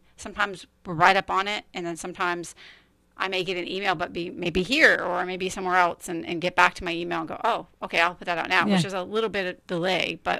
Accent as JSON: {"language": "English", "town": "St. Augustine", "region": "Florida", "country": "United States", "said": "I mean, I'm from St. John's County, St. Augustine."}